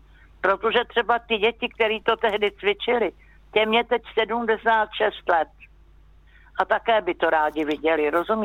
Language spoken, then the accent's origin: Czech; Dobříš, Central Bohemian Region, Czechia; Maturitní třída a chtěli jsme cvičit, jenže u nás v Dobříši byla jediná možnost cvičit za svazárm.